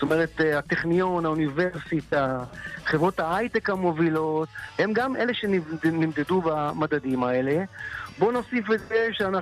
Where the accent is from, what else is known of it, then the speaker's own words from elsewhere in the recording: Haifa, Haifa District, Israel; born there; קודם כל אני נולדתי בחיפה